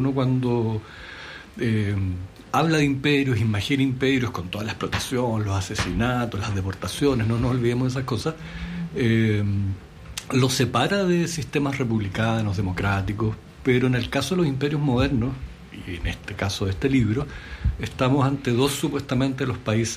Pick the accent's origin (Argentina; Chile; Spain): Chile